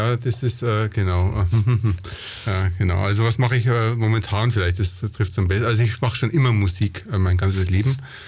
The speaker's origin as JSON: {"language": "German", "town": "Nuremberg", "region": "Bavaria", "country": "Germany", "tie": "born there", "also_born_or_lived": "Ingolstadt", "said": "Nein, ich bin ein gebürtiger Nürnberger tatsächlich."}